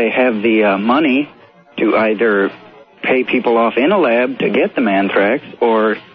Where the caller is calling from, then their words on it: Washington, United States; I'm coming from Washington.